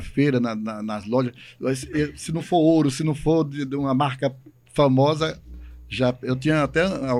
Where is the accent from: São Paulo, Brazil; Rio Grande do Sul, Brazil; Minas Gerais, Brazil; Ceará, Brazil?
Ceará, Brazil; Crato; desde quando eu me entendo por gente lá no interior do Ceará, em Crato, na minha cidade natal